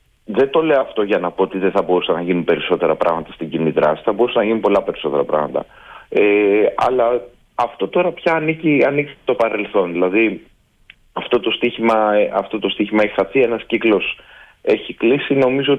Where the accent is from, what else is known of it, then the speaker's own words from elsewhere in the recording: Athens, Attica, Greece; για να σας πω ένα συγκεκριμένο παράδειγμα για το στεγαστικό από την πόλη μου, από το Δήμο Αθηναίων.